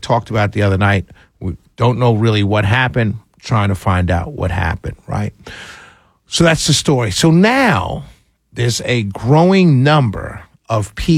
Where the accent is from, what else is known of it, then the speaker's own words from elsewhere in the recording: Harlem, New York, United States; I grew up in Harlem, an all-black enclave, right? And all my friends, my family, everybody I saw on an ongoing basis were all African-American.